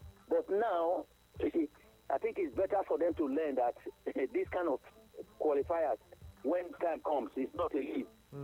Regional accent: Nigeria; I as a Nigerian

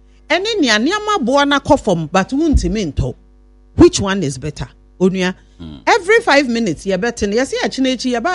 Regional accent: Ghana; and I think say as a Ghanaian

